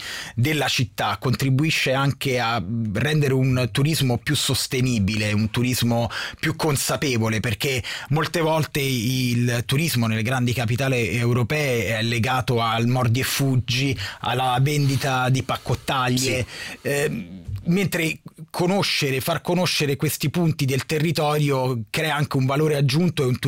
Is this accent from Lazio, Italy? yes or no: yes; Rome, Lazio, Italy; born there; anche io stesso, che sono nato a Roma